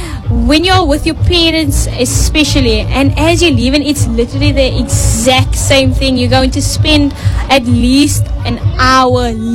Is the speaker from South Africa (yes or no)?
yes; Cape Town, Western Cape, South Africa; I'm from Cape Town, I can barely speak Afrikaans.